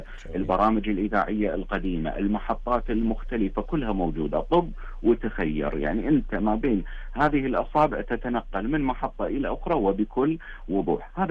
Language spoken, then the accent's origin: Arabic; Kuwait